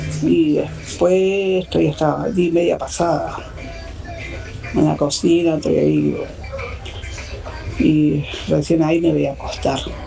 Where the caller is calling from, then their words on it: Fiorito, Buenos Aires Province, Argentina; de Fierito.